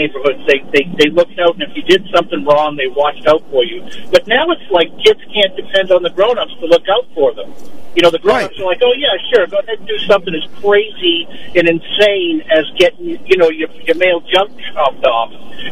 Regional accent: Massachusetts, United States; growing up in Massachusetts in an inner city project, I lived on D Street, eventually ended up in the Weymouth Projects.

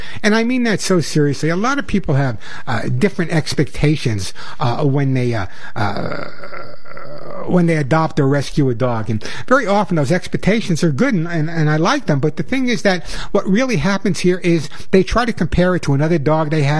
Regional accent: Bronx, New York, United States; born or raised there

